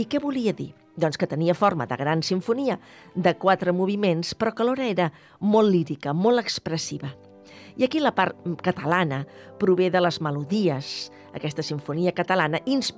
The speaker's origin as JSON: {"language": "Catalan", "region": "Catalonia", "country": "Spain"}